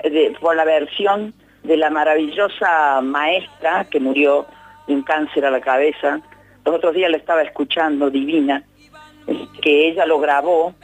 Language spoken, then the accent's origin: Spanish; Argentina; nos avala como argentinos